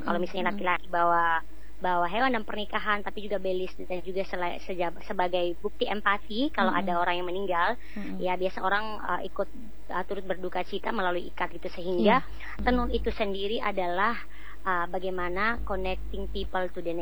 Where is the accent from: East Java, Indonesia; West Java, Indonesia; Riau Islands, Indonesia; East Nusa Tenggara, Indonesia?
East Nusa Tenggara, Indonesia; Kebetulan saya asli anak Lamboya di Sumba Barat.